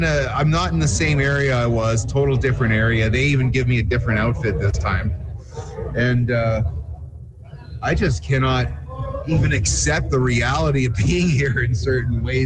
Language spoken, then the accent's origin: English; Canada; now in Ojai, United States